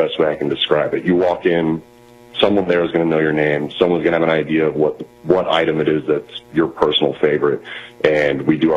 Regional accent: Huntsville, Missouri, United States; moved away as an adult; Yeah, so I grew up in Huntsville, Missouri, and so I moved to Columbia in 2015

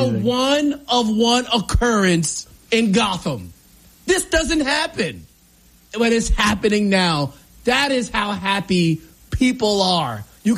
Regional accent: New York, United States; even though I'm a New Yorker, I've lived in six different cities, Keith, throughout my course of my life and career.

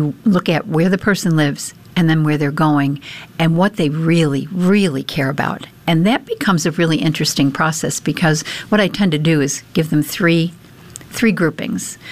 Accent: Ireland; Well, I think, I'm Irish, and, you know, we're connected in so many ways, mind, body, and soul.

